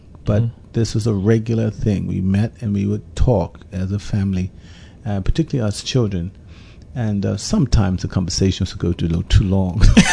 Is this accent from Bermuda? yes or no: yes; St. David's, St. George's, Bermuda; born there; also born or lived in Somerset, Bermuda; And we moved to St. David's. I was about 3 years old.